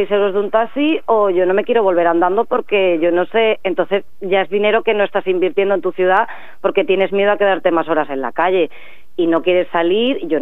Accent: Ceuta, Spain; a nosotros como ceutíes, como ciudadanos españoles

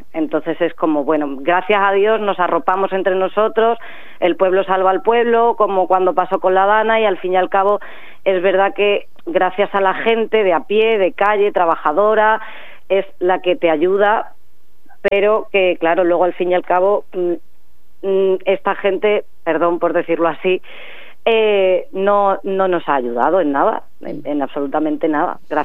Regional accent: Ceuta, Spain; a nosotros como ceutíes, como ciudadanos españoles

